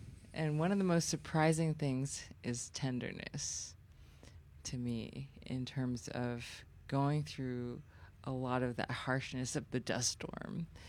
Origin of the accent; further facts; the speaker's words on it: Texas, United States; I am Taiwanese, but I grew up in Texas.